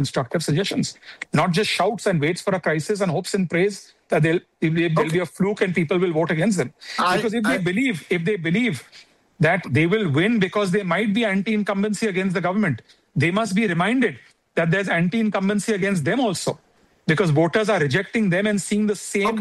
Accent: India; I believe as an Indian, I want a strong opposition in my country.

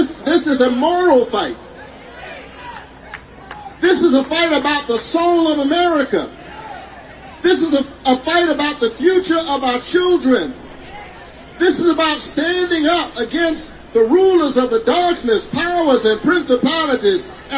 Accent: Savannah, Georgia, United States; I grew up in Savannah

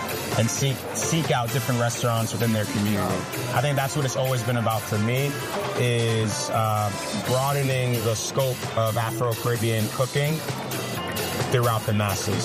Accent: New York City, New York, United States; I grew up in New York, just like you. And Jamaican food was always a mainstay for me, especially like living in the Bronx.

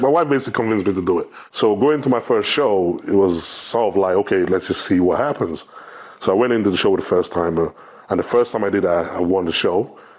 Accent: Nigeria

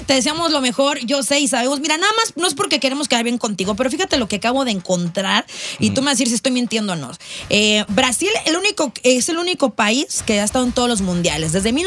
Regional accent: Mexico; Y yo también muy mexicana, pero unos cuerpazos que se dan por allá.

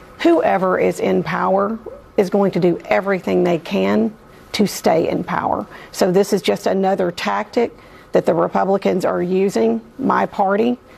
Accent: Arkansas, United States; I mean, I grew up in Arkansas, a couple of hours away from Memphis. I would go to Memphis all the time.

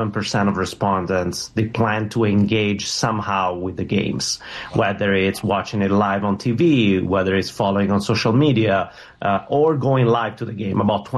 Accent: Italy; I'm Italian, born and raised in Italy.

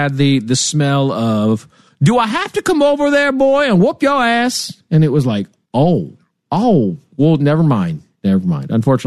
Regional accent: Midwest, United States; And obviously I've been to Chicago a ton of times because I was I was in the Navy, but I'm from the Midwest.

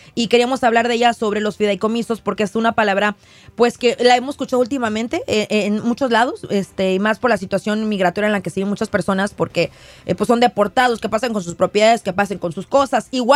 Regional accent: Mexico; No, así somos los mexicanos.

